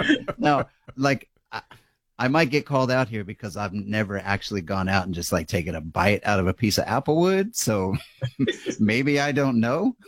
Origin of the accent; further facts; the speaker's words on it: Arizona, United States; I grew up in Arizona, okay, and there was a lot of mesquite used around there